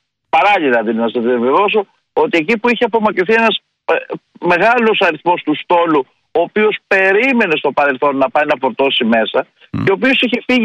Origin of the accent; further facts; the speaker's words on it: Greece; σε αυτή τη στρατηγική διαπρέπουμε εμείς ως Έλληνες.